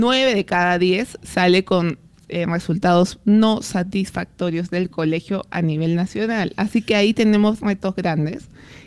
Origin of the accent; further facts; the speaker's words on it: Peru; Nos merecemos, como peruanos, que el país salga adelante.